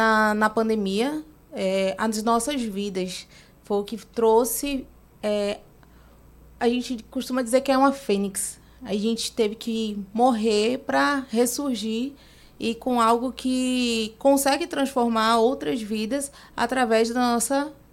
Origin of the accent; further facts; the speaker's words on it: Vitória da Conquista, Bahia, Brazil; now in Pernambuco, Brazil; Sou de Vitória da Conquista